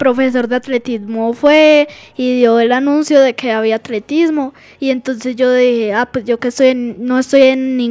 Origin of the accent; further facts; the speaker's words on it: Entrerríos, Antioquia, Colombia; Soy de acá, Entre Ríos.